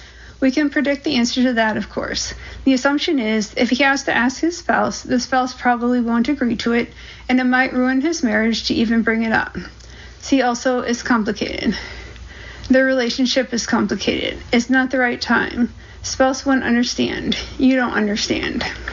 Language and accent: English; United States; moved away as an adult; now in United Kingdom; maybe because he's Australian and I'm an American who's been living in Britain for 10 years, who knows.